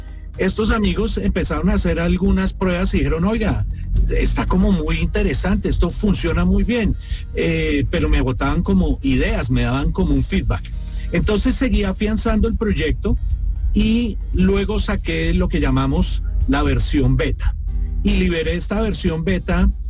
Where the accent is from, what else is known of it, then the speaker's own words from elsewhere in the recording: Colombia; now in Chía, Colombia; Colombiano viviendo en nuestro amado país. Aquí en Colombia, vivo en Chía, a las afueras de Bogotá